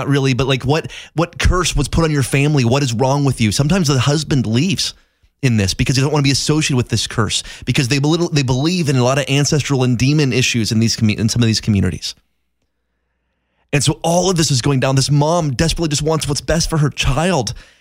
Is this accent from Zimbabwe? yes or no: yes; Zimbabwe; I'll be honest, Haley, I grew up in one in Zimbabwe. These are subsistence farming communities.